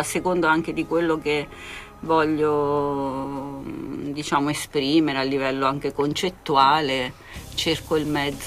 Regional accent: San Benedetto del Tronto, Marche, Italy; moved away as an adult; now in Bologna, Italy; Sono di San Benedetto del Tronto. Okay. Nelle Marche, e sono qui dal 96

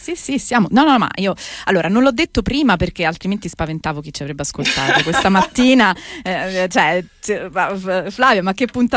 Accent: Rome, Lazio, Italy; sono romana

